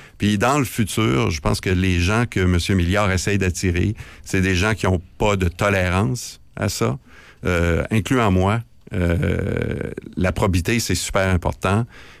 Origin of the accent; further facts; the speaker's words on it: Quebec City, Quebec, Canada; c'est possible d'être un fier Québécois comme je suis. Moi, je suis de Québec